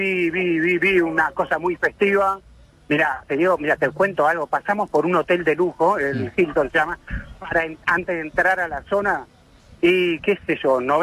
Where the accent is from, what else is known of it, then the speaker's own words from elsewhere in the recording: Argentina; nos cruza como identidad argentina